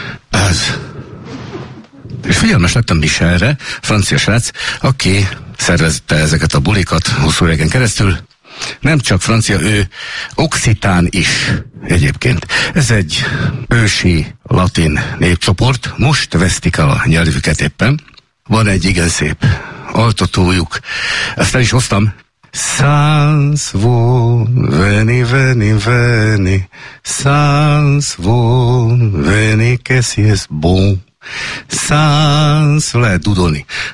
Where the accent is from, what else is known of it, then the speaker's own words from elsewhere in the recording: Mátyusföld, Slovakia; a mátyosföldi kukoricaföldrő, onnan származunk